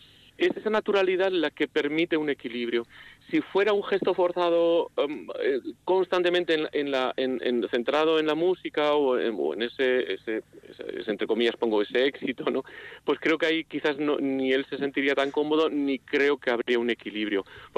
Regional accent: Vitoria, Basque Country, Spain; somos una familia de Zaramaga y que hemos crecido en Vitoria

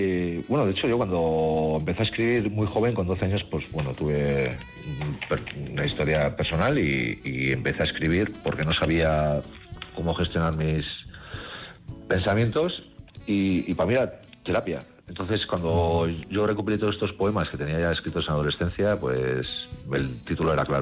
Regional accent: Navarre, Spain; a las merindades de Navarra, que pues eso, que habla un poco de cada merindad, un poco de amor a mi tierra.

